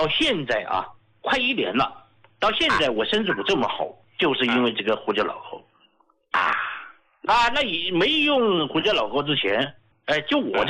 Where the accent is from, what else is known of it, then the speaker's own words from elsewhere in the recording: Sichuan, China; 睡得安逸了，用我们四川话讲呢，那睡得踏实了